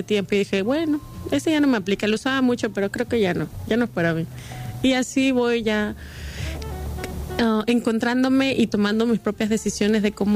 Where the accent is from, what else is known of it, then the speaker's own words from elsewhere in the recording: Acapulco, Guerrero, Mexico; como en el caso mía, que soy de Acapulco, la mayoría de las personas que yo conozco me dicen, oh, es que tú no hablas como acapulqueña